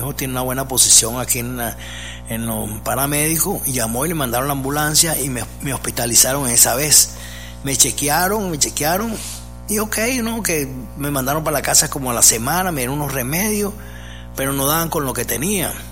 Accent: Venezuela; Soy venezolano.

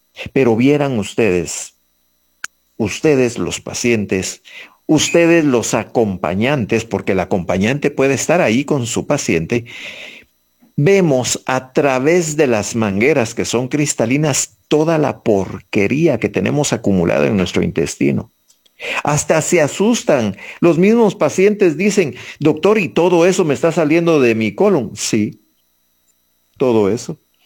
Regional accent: Guatemala; Y así somos los guatemaltecos.

